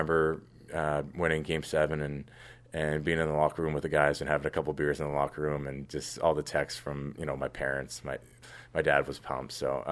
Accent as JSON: {"language": "English", "town": "Toronto", "region": "Ontario", "country": "Canada", "tie": "born or raised there", "said": "for me growing up in Toronto"}